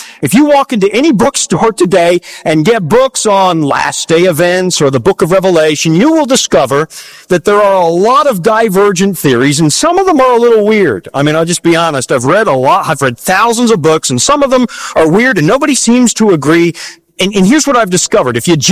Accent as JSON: {"language": "English", "country": "Canada", "tie": "born or raised there", "lives_now": "Minneapolis, United States", "said": "Now, I was I was born in Canada, born and raised up near the Yukon border"}